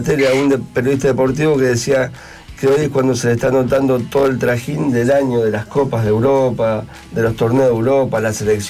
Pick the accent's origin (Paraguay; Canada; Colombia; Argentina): Argentina; Somos argentinos.